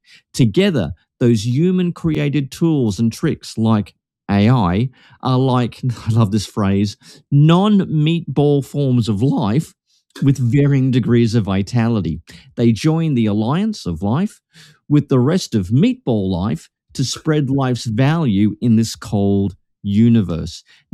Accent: Melbourne, Victoria, Australia; from Melbourne, Australia, joined by...

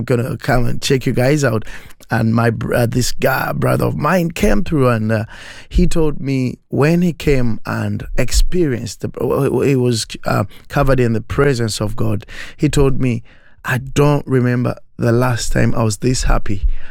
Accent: Uganda; I'm from Uganda. I'm a pastor serving in a very local church in a small village called Busika, in a village called Chibanga.

